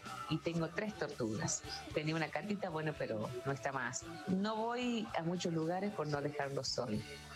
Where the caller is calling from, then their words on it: Tucumán, Argentina; de Tucumán